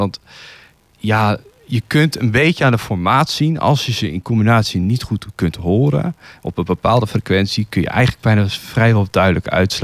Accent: Amersfoort, Utrecht, Netherlands; moved away; ik kom uit het Westen. Hè. Ik ben een Amersfoort.

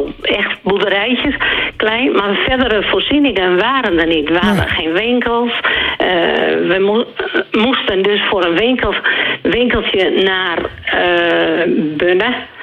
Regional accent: Winde, Drenthe, Netherlands; born there; now in Annen, Netherlands; Ik ben geboren in Winde.

